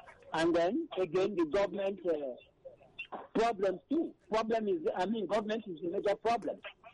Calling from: Ikotun, Lagos, Nigeria; I'm calling from Abaraje, Ikotun.

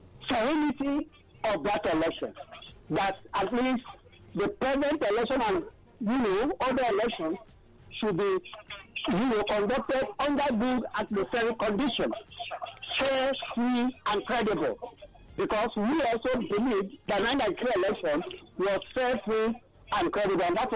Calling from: Nigeria; I'm calling from Abanajo

